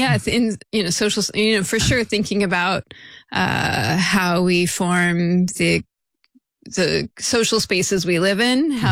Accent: Florida, United States; moved away as an adult; also born or lived in Oklahoma; now in Eureka, United States; the other part of my family is from Florida. So grew up in the panhandle. So the lower Alabama part of Florida. Mm-hmm. And, you know, that's like the Gulf of Mexico, so lots of like white sand beaches, oak trees, bayous

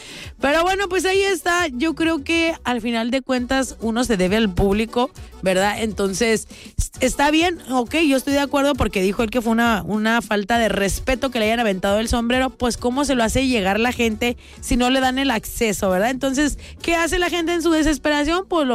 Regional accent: Veracruz, Mexico; Saludos a todos los que somos de Veracruz

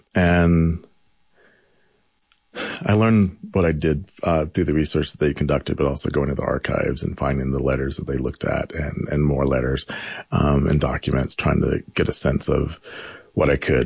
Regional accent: Milledgeville, Georgia, United States; Yeah, I'm from Milledgeville, Georgia, born and raised there. My family's been there, you know, as far as I can tell, since like 1812.

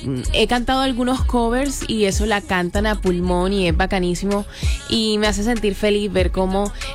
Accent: Barranquilla, Atlántico, Colombia; Yo soy de Barranquilla.

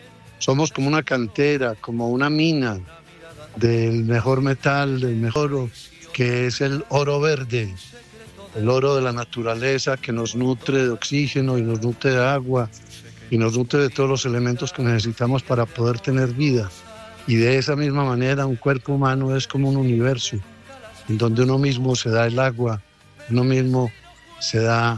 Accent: Colombia; de que esta selección que somos todos los colombianos para el mundo, podamos llegar a construir cada vez una nación mejor.

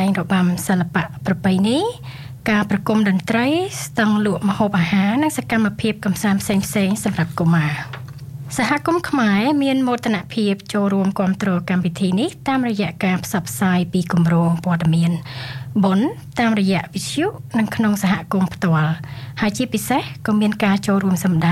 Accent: Phnom Penh, Cambodia; English is a second language; now in Alice Springs, Australia; I am from Phnom Penh, Cambodia. And I've been living in here, Embattoir Alice Spring, for about 2 years.

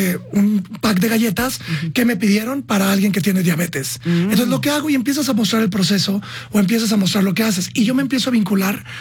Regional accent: San Luis Potosí, Mexico; born there; yo soy un tipo normal, nací en San Luis Potosí, en una casa normal

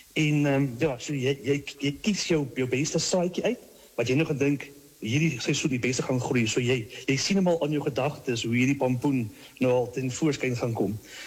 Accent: Meyerton, Gauteng, South Africa; Ek is afkomstig van Meyerton hier in die Midvaal omgeving Gauteng area, ja.

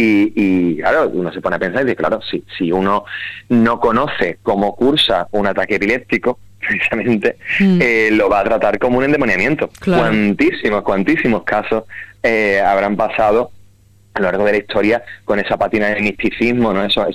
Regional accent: Andalusia, Spain

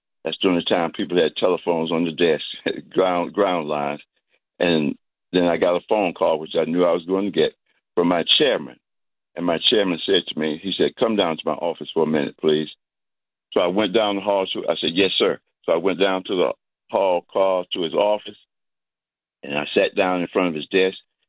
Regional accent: Durham, North Carolina, United States; also born or lived in Cincinnati, Ohio; So it was quite a time that I grew up in Durham, North Carolina, just a lot going on.

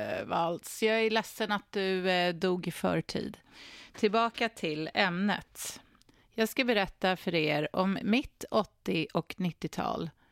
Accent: Nacka, Stockholm County, Sweden; Och vi hade en del jugoslaver också som bodde i där området i Nacka där jag växte upp.

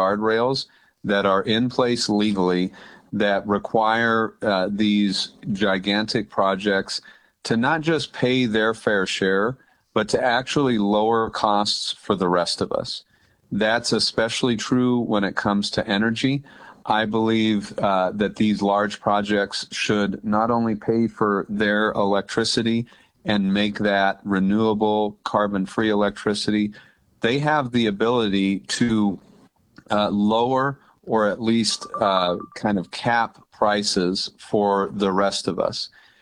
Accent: New Mexico, United States; I know from growing up in New Mexico

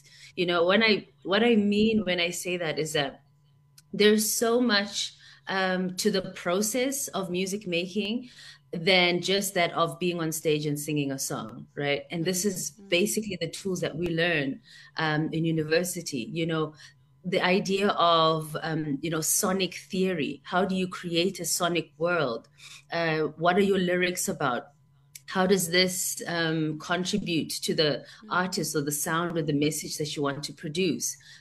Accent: South Africa; growing up in South Africa

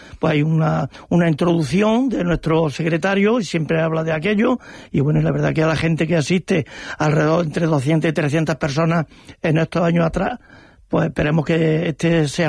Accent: Linares, Andalusia, Spain; Los que no fallamos normalmente somos los de Linares

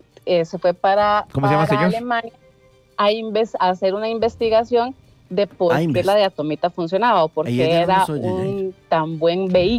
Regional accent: Heredia, Costa Rica; Soy de Heredia.

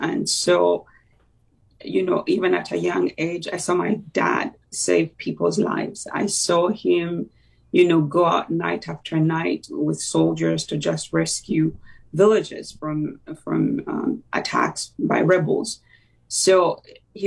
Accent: Kampala, Central Region, Uganda; also born or lived in England; now in United States; I grew up in Uganda, in Kampala, in the capital city. I went to school there. It's a third world country.

